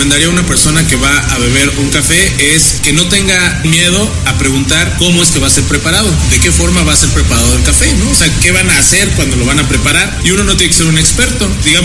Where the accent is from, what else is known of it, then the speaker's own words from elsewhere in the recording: State of Mexico, Mexico; maestro tostador de la casa productora Simut Café, y soy orgullosamente mexiquense.